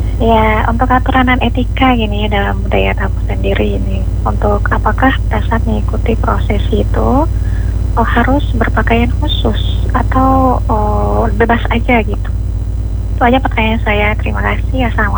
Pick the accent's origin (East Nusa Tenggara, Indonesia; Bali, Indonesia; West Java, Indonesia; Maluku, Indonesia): Maluku, Indonesia; Ya, saya dari Maluku Tengah, tipenya Desi ya.